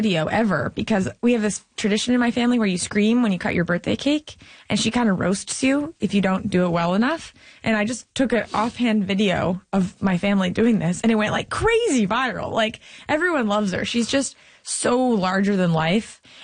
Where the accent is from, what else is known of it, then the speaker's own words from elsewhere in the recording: Canada; I'm so grateful that I grew up comedically in Canada, because we really support each other.